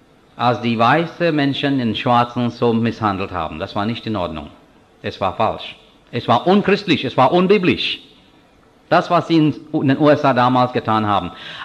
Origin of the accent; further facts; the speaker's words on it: India; German is a second language; moved away; Meiner Meinung nach als Inder